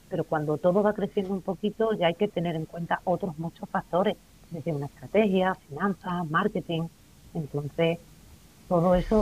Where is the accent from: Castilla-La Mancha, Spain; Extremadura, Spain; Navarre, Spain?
Extremadura, Spain; also born or lived in England; Pues, bueno, yo soy extremeña retornada.